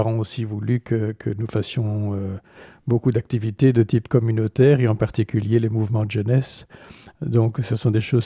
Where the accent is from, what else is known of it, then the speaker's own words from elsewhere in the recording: Antwerp, Flanders, Belgium; Mais de fait, après mon service militaire, je suis resté dans ma ville natale et je m'étais spécialisé à l'ULB, déjà en droit maritime